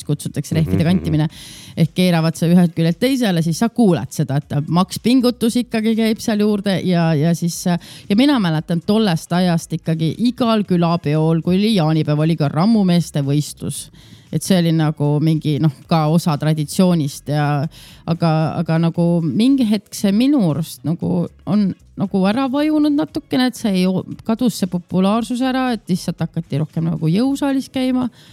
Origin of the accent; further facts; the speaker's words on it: Kõrveküla, Tartu County, Estonia; Ja Eestis on tegelikult, mina kasvasin üles Kõrvekülas ja seal on Kõrvekülas spordisaal